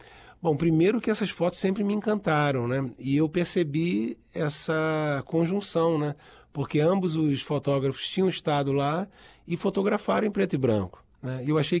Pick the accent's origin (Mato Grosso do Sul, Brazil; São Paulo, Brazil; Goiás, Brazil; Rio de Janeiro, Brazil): Rio de Janeiro, Brazil; born there; Porque eu nasci no Rio de Janeiro.